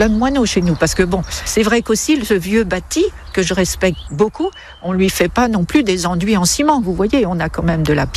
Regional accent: Mayenne, Pays de la Loire, France; born there; moved away; je suis née en Mayenne, dans un milieu qui est très rural, où mes grands-mères avaient des beaux jardins.

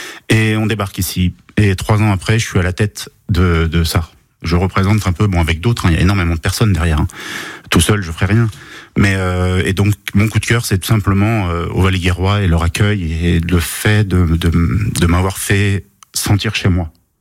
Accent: Île-de-France, France; moved away as an adult; also born or lived in Spain; now in Lozère, France; Donc moi, je suis un fils d'immigré. Ma famille est atterrie dans la région parisienne dans les années 50. Je me suis jamais forcément trouvé à ma place dans cette région parisienne. J'ai décidé de rentrer chez moi en Espagne pendant 15 ans.

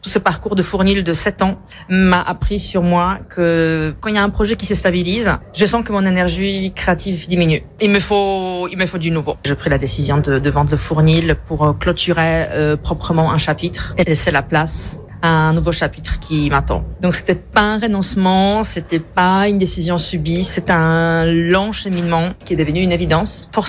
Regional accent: Warsaw, Masovian Voivodeship, Poland; moved away as an adult; now in France; Déjà, le départ, à l'âge de 27 ans, j'ai quitté Varsovie, mon nid, tout simplement, mon pays.

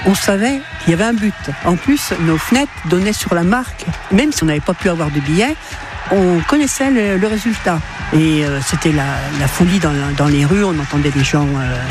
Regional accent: Centre-Val de Loire, France; moved away as an adult; also born or lived in Saint-Étienne; Alors, je viens de l'Indre. Le travail m'emmène, mon mari m'emmène sur Saint-Étienne, où sa famille se trouve là-bas.

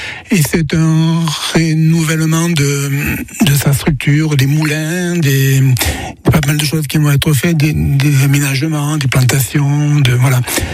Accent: Occitanie, France; Parce que je suis originaire du Gard et qu'on m'a donné l'occasion de m'y intéresser.

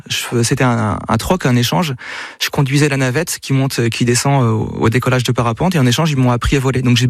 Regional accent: Pays de la Loire, France; Je suis originaire de Vendée, mais j'ai fait un voyage quand j'avais 20 ans à La Réunion.

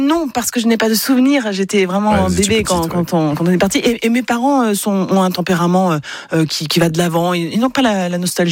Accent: France; born there; also born or lived in Le Creusot, Burgundy; quand j'arrive à Sarenfel, enfant, on vit dans une maison, avec un grand jardin. Mes parents sont locataires de cette maison. Ouais. On a des voisins au-dessus, on habite au rez-de-chaussée.

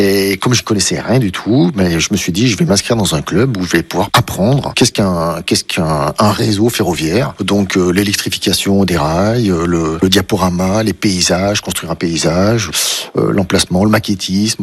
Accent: Auvergne-Rhône-Alpes, France; moved away as an adult; now in Vierzon, France; Je suis à Vierzon depuis maintenant 2 ans. Juste avant, j'étais à Bourg-en-Bresse dans l'Ain, mon département d'origine.

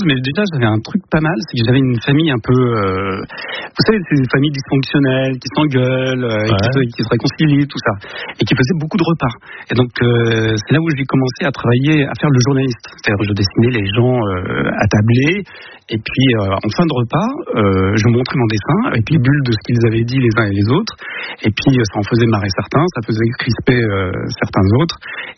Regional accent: Tunis, Tunis Governorate, Tunisia; parce que moi je suis du Tunis

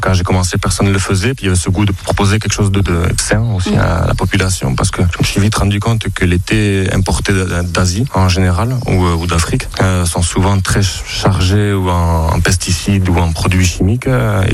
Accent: Ustaritz, Nouvelle-Aquitaine, France; j'ai 36 ans et je viens d'Ustaritz.

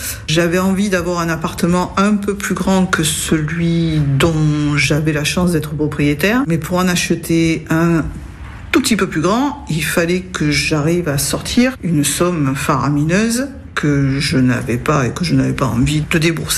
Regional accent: Marseille, Provence-Alpes-Côte d'Azur, France; moved away as an adult; also born or lived in London; now in Marseille, France; Alors, je suis rentré à Marseille parce que mes parents étaient donc toujours sur Marseille

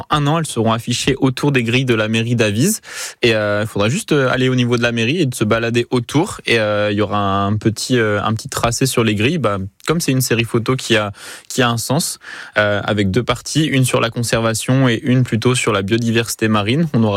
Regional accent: Grand Est, France; now in Tahiti, French Polynesia; Je retourne dans ma région natale

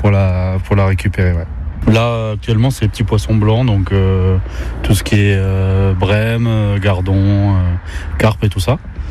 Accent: Bordeaux, Nouvelle-Aquitaine, France; Mais après, moi, ça fait un mois que que j'ai déménagé. Je viens de Bordeaux, moi, à la base.

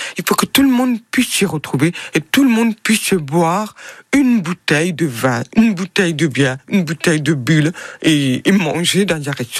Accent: Grand Est, France; comme je suis alsacienne

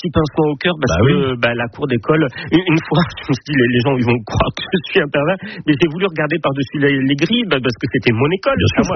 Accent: Versailles, Île-de-France, France; also born or lived in Toulouse; Alors, je suis né à Toulouse, mais j'ai grandi à Versailles

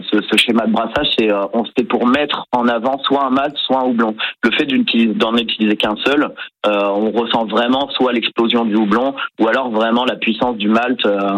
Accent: Saintes, Nouvelle-Aquitaine, France; j'ai grandi à Saintes

